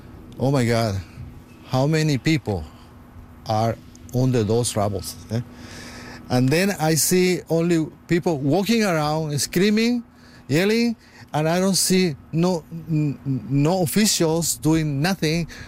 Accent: Canada; English is a second language; moved away as an adult; also born or lived in Venezuela; My friend, I born in Venezuela. I grew up in Canada, practically. I came here in my 30s. I'm way in my 70s. But none of that take away my DNA, which is Venezuelan DNA.

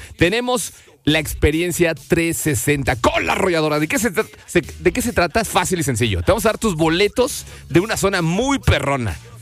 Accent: Mexico; los mexicanos siempre nos ayudamos, siempre nos apoyamos

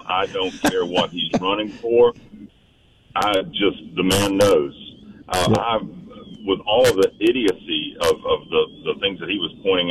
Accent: Bessemer, Alabama, United States; moved away; my hometown of Bessemer

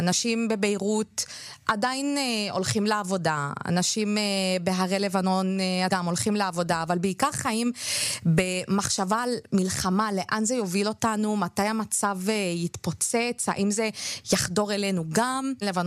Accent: Ma'alot-Tarshiha, Northern District, Israel; born or raised there; also born or lived in Southern Lebanon

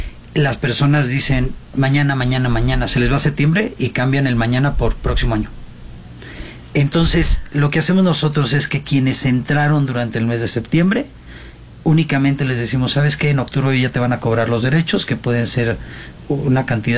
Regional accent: Mexico; como buenos mexicanos, dejamos todo al final

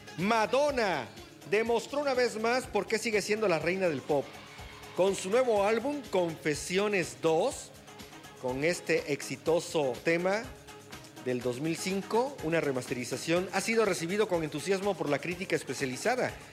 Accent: Mexico; ahorita somos mexicano-noruegos

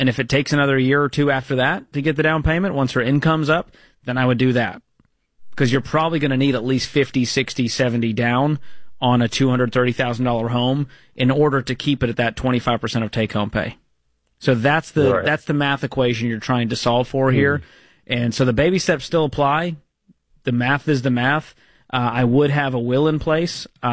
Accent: Boston, Massachusetts, United States; I mean, I'm from the Boston area.

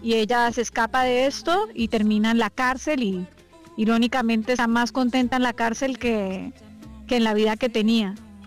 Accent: Cali, Valle del Cauca, Colombia; also born or lived in Buenos Aires, Argentina; bachillerato, parte de la primaria, la universidad, toda en Colombia. Y Cali para mí fue como mi ciudad natal, como si lo fuera. Es la ciudad que me vio crecer, donde tuve mis primeras parejas, donde fui una persona adulta

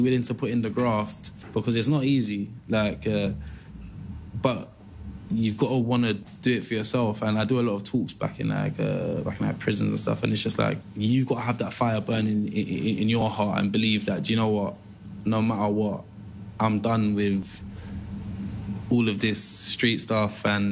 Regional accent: Pakistan; So I'm Pakistani. This is a paratha. This is like breakfast.

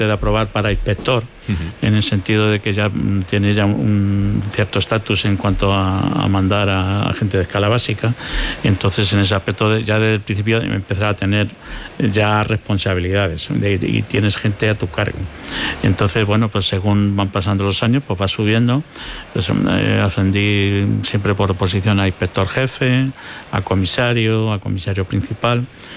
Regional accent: Alcázar de San Juan, Castilla-La Mancha, Spain; yo soy de Alcázar de San Juan, que es un pueblo de tradición ferroviaria.

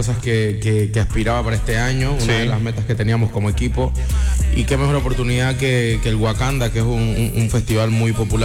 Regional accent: Tumaco, Nariño, Colombia; De Tumaco. Tumaco, Nariño, al suroccidente del país, eso es frontera con Ecuador.

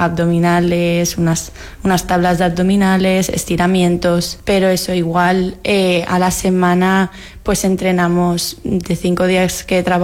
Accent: Ibiza, Balearic Islands, Spain; en mi casa, en Ibiza. Y como artista ibicenca

